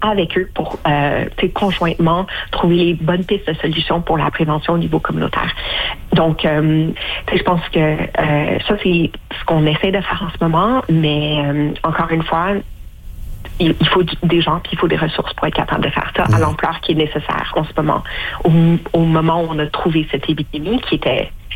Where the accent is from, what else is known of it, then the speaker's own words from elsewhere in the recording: Canada; Donc, pour moi, ça, en tant que Canadienne, ça me choque profondément.